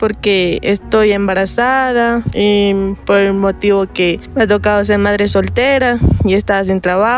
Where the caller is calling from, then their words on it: Urcuquí, Imbabura, Ecuador; De Urcuquí.